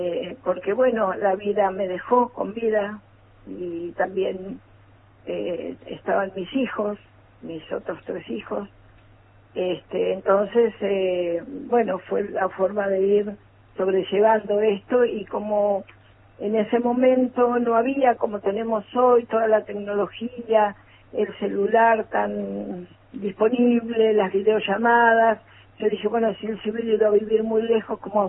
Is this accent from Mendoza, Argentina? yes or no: no; Buenos Aires, Argentina; yo vengo de Buenos Aires, así que espero poder desarrollarlo un poquito